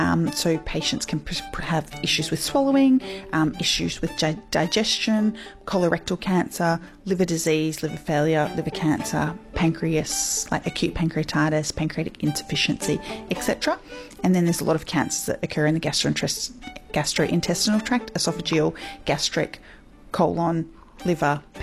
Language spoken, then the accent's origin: English; Queensland, Australia; born or raised there